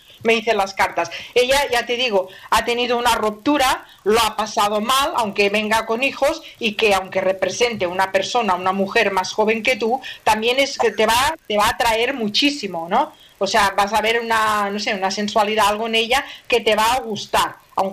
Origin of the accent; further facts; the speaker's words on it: Barcelona, Catalonia, Spain; soy de Barcelona, anda que no se me nota a mí el acento que llevo.